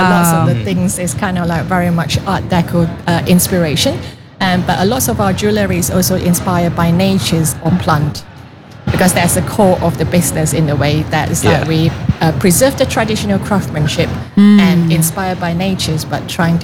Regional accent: Malaysia; moved away; I'm originally from Malaysia, but I work with artisans from around the world.

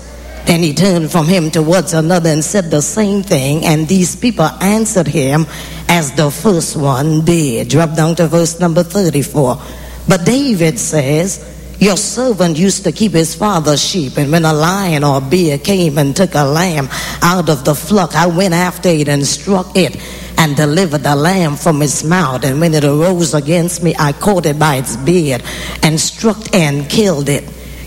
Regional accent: Trinidad & Tobago; they told you that I'm from Trinidad, which means the moment I start preaching, that accent is going to kick in real hard.

